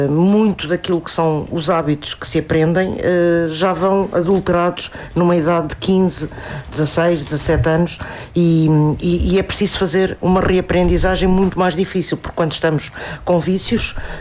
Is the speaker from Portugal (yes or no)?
yes; Portugal; nós sabemos que enquanto portugueses nós gostamos de desafiar os limites